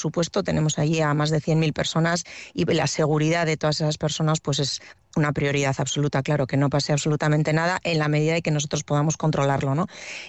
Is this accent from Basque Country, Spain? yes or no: yes; Basque Country, Spain; A nosotros en Euskadi pues no nos llama la atención porque somos de aquí, somos vascos y aquí llueve